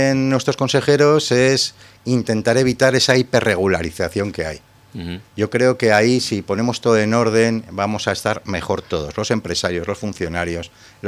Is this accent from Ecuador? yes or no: no; Aragon, Spain; Entonces, cuando salen estos casos de corrupción como el de Forestalia, que afean mi tierra, que nos duele profundamente